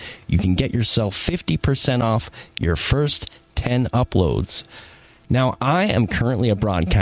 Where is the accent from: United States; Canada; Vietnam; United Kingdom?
Canada; I am also a Canadian recording artist